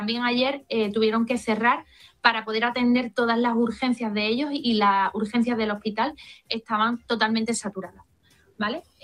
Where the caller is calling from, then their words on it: Ceuta, Spain; Yo en todos los años que llevo viviendo en Ceuta yo no he vivido nada igual